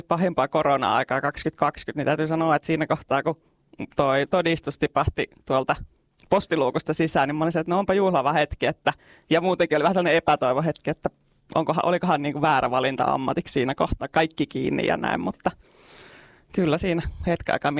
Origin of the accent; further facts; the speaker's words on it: Asikkala, Päijänne Tavastia, Finland; also born or lived in London; now in Lahti, Finland; Mä oon siis Asikkalasta kotoisin, ja Lahdessa paljon pyörinyt